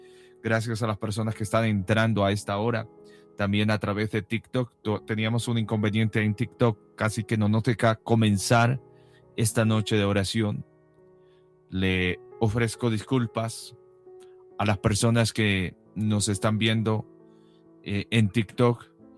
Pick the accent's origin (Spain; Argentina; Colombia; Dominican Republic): Colombia; Mi país, Colombia